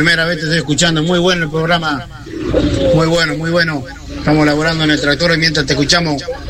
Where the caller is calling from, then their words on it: Villa Trinidad, Santa Fe, Argentina; acá de Villa Trinidad, zona de Villa Trinidad.